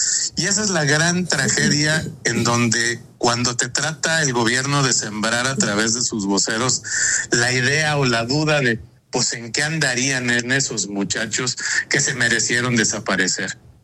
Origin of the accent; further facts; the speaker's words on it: Mexico; a mí francamente sí me hizo sentir, digamos que mal como mexicano